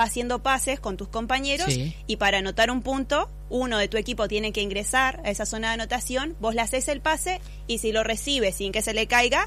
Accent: Poland; No, soy polaca.

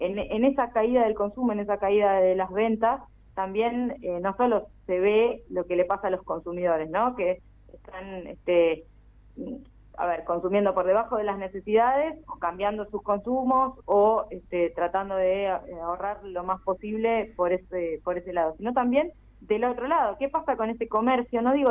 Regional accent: Mar del Plata, Buenos Aires Province, Argentina; yo soy de Mar del Plata

